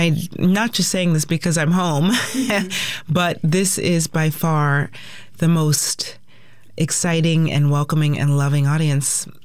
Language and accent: English; Lakewood, Washington, United States; I grew up in Lakewood, Tacoma, Pierce County